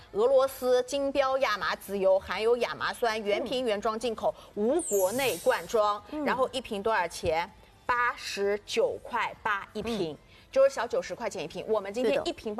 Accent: Shanghai, China; 我们上海人也很实惠的呀，

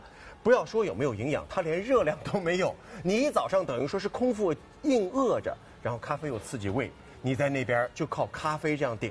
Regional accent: Shanghai, China; 咱们上海人自己的味道呀

